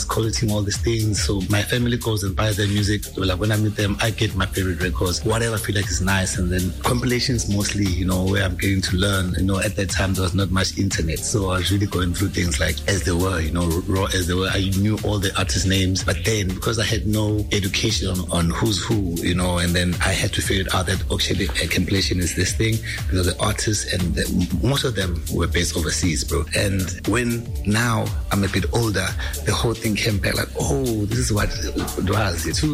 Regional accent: Mpumalanga, South Africa; moved away as an adult; also born or lived in Pretoria; there was a team in my hometown called Mpumalanga Black Aces

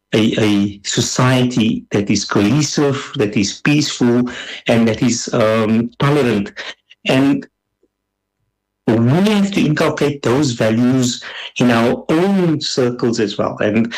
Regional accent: South Africa; But we as a South African culture, we are still having these commissions.

